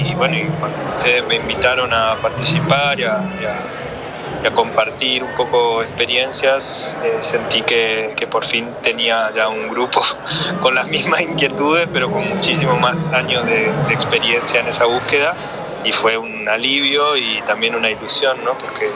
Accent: Asunción, Paraguay; born there; also born or lived in Santa Ana; una familia que venía en parte de Paraguay y mi abuela, por ejemplo, hablaba guaraní. Yo he pasado mucho tiempo de mi infancia en Asunción, crecí en cerca de Santa Ana, y en mi entorno se hablaba el guaraní

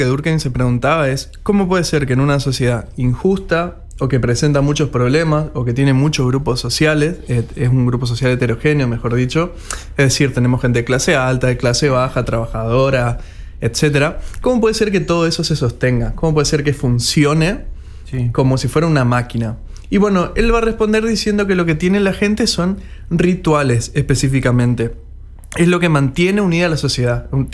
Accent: Argentina; Somos todos argentinos.

